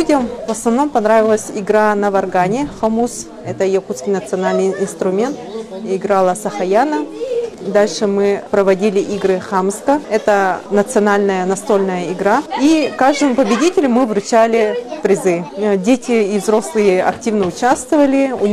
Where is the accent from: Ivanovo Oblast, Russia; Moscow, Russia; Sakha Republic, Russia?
Sakha Republic, Russia; now in Chukotka, Russia; Мы представляли народ Якутии, мы сами являемся родом из Якутии.